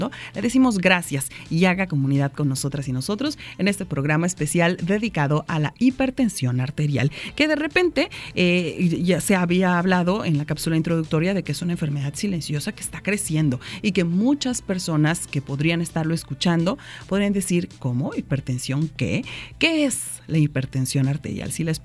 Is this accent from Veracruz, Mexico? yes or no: yes; Veracruz, Mexico; Soy Veracruzano